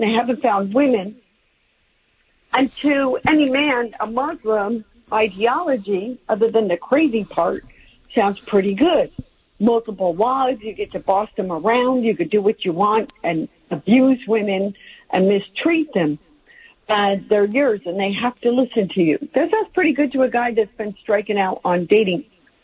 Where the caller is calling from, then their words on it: San Diego, California, United States; I'm from San Diego.